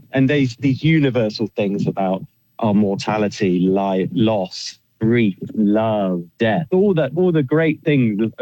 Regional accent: England, United Kingdom; now in London, United Kingdom; as an English artist

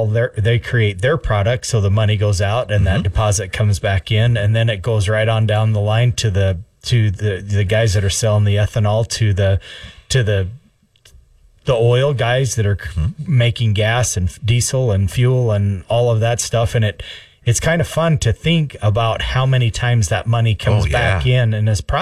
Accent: Idaho, United States; now in South Dakota, United States; my home state of Idaho

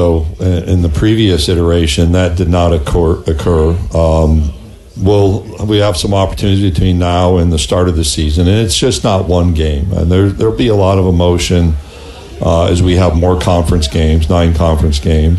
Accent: New York, United States; moved away; I grew up in upstate New York, and I'm not moving back there.

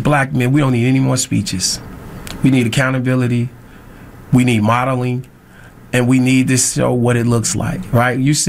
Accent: Chicago, Illinois, United States; I come from the Garfield Park area of Chicago, the drug capital, heroin capital of the world at the time I was growing up.

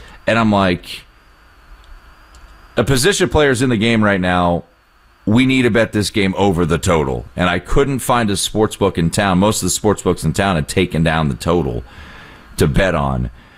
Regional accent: East Coast, United States; But I'm also from the East Coast.

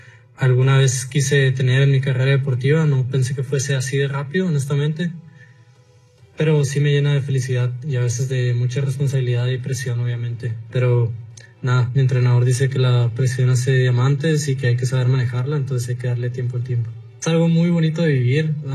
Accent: Mexico; Es algo nuevo, como mexicano me llena de orgullo.

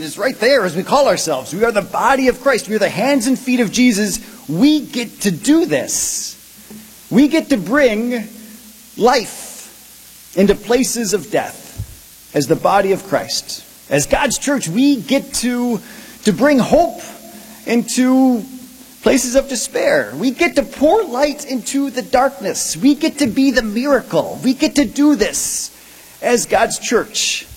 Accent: Red Wing, Minnesota, United States; But 2 weeks ago, I was home in my hometown in Red Wing.

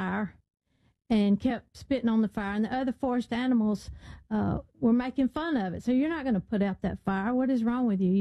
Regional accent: Dadeville, Alabama, United States; We're from beautiful Lake Martin.

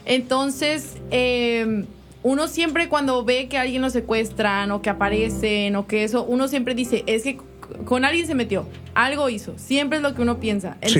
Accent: Veracruz, Mexico; Aunque a mí me encanta que soy de Veracruz, estoy orgullosísima de ser de México

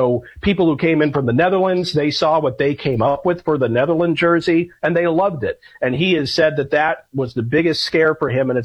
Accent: United States; I, as an American, I was blown away by this

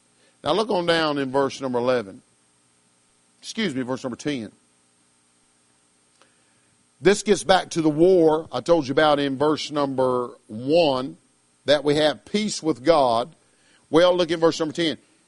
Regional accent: the South, United States; And I meant to say ain't. I'm from the South.

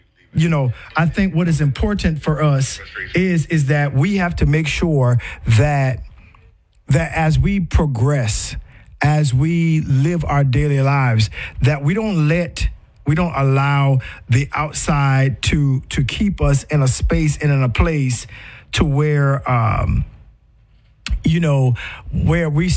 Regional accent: United States; accent: Gullah Geechee; my Gullah Geechee twang.

